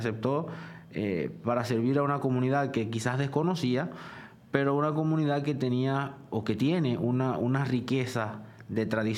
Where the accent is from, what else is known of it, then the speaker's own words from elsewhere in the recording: Venezuela; Yo soy venezolano, yo no soy árabe, pero crecí en una comunidad, biritual.